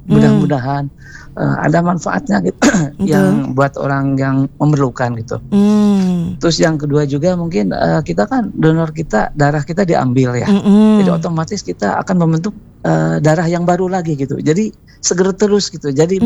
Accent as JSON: {"language": "Indonesian", "region": "West Java", "country": "Indonesia"}